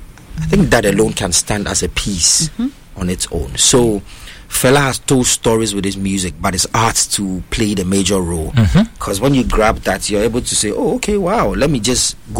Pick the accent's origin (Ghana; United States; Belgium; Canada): Ghana; I'm Ghanaian